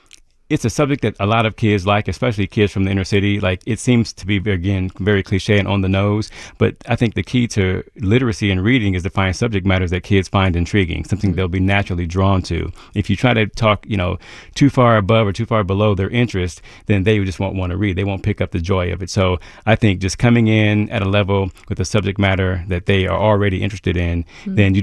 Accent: Columbus, Ohio, United States; I'm from Columbus's East Side. I guess they call it now the King Lincoln District, or Bronzeville, as it was called back in the day.

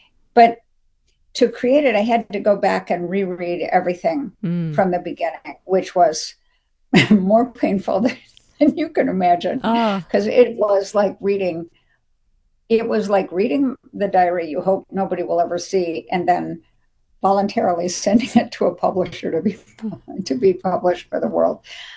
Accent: Dayton, Ohio, United States; born there; Yep, coming home to my roots, my roots. My yeah, I was born in Dayton.

